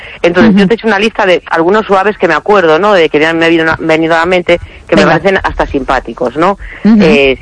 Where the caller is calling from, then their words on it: A Coruña, Galicia, Spain; de La Coruña.